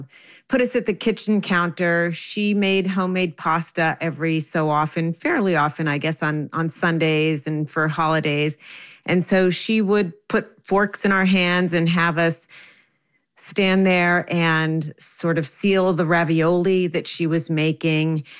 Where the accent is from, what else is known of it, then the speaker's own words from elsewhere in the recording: New Jersey, United States; growing up in New Jersey, which is where I grew up